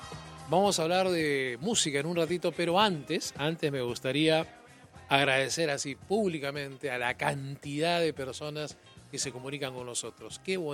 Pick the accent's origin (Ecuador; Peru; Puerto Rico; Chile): Peru